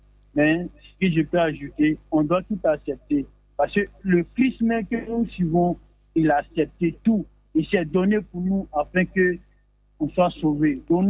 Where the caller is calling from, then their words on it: Abidjan, Côte d’Ivoire; j'appelle de Port-Boué, Abidjan, Port-Boué.